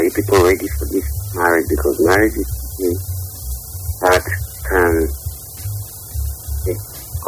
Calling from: Nigeria; I'm calling from Egba Junction.

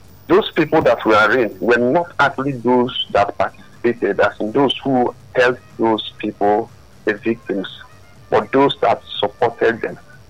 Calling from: Ikeja, Lagos, Nigeria; from Ikeja.

